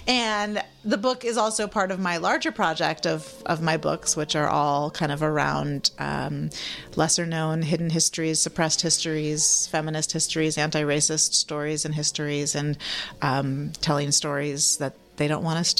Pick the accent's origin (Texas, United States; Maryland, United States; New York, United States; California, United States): California, United States; You know, I grew up in the Bay Area.